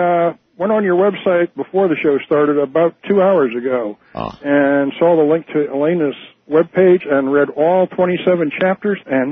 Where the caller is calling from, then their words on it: Miami, Florida, United States; Okay, this is … I'm calling from Miami, Florida. I listen to you on WIOD.